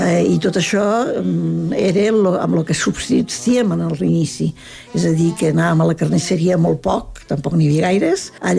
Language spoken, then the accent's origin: Catalan; Escaldes-Engordany, Andorra; born there; Doncs vaig néixer a Escaldes, en Gordany, en aquesta casa concretament, el dia 8 d'abril del 1944, i, bueno, de pares andorrans.